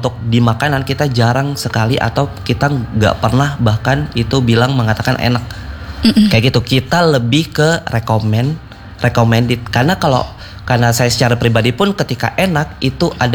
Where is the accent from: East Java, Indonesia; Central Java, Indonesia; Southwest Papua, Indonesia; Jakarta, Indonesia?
Southwest Papua, Indonesia; Sorong; moved away; also born or lived in Bandung; Kebetulan saya juga lahir besar di Sorong.